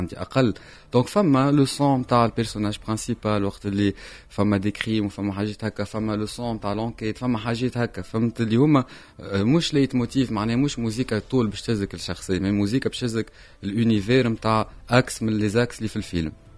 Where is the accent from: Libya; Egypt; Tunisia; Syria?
Tunisia; عملت الموسيقى ولا كتونسي